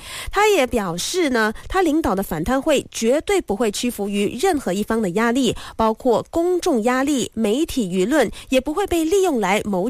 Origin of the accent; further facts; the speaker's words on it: Malaysia; 其实我们马来西亚人对于官员申报资产好像已经习以为常了